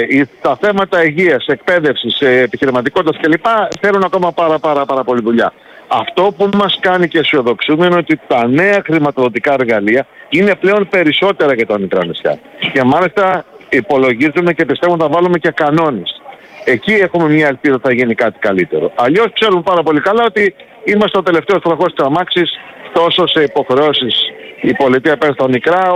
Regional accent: Greece; δεν θα σας μιλήσω ως Έλληνας, θα σας μιλήσω ως Ευρωπαίος.

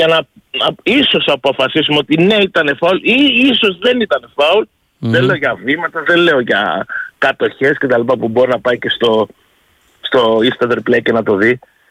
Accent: Greece; ιδίως εμείς στην Ελλάδα

